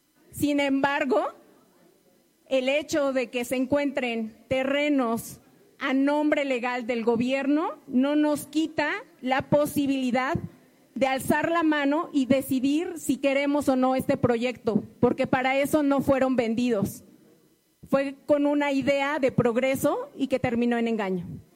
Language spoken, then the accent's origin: Spanish; Nopalucan, Puebla, Mexico; vengo de la comunidad de Nopalucan, una población que está incluida en el decreto oficial